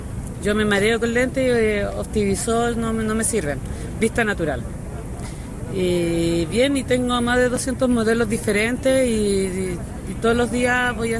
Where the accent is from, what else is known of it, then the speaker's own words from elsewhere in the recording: Coquimbo, Chile; Yo soy de Coquimbo.